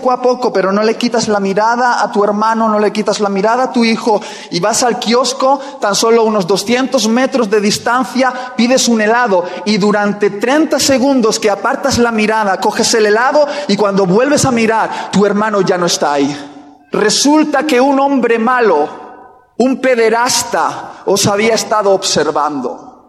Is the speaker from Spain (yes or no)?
yes; Basque Country, Spain; Sabéis que soy vasco